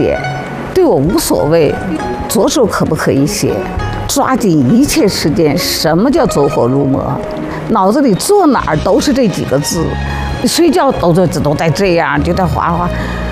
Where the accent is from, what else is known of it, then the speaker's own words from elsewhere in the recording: Shandong, China; 我说倒口山东话，我是山东人。这个我可是用上我山东话了。